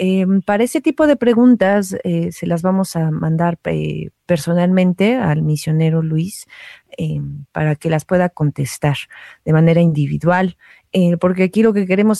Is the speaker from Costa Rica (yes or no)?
yes; Costa Rica; en mi país, Costa Rica, en los años 60